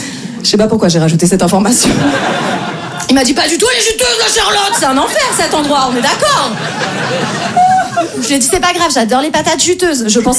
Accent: Paris, Île-de-France, France; Je me présente, moi … moi je viens de Paris. J'essaye de jouer un peu dans plein de villes en France.

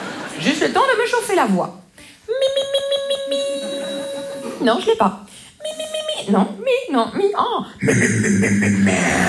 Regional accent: Grand Est, France; Vous savez, moi, je viens des Vosges.

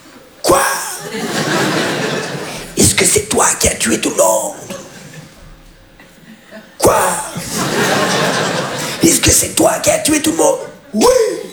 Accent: France; Je dis, mais papa, mais on est de France.

